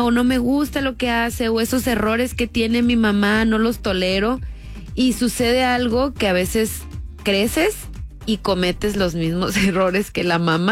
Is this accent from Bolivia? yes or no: no; Tijuana, Baja California, Mexico; Sí, sí, sí, nací en Tijuana, pero mis padres son de Sinaloa, o sea, tengo sangre sinaloense, pero nací aquí en Tijuana, y toda la vida he vivido y estudiado y todo mi vida aquí en Tijuana. Amo Tijuana.